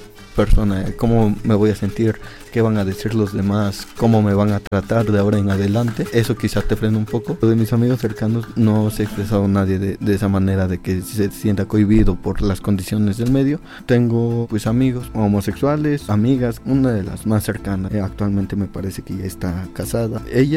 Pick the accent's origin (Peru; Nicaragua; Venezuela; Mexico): Mexico; Oaxaca; moved away; soy egresado del 2019 del Departamento de Zootecnia. Soy de Oaxaca, originario de la Sierra Norte, tengo 22 años.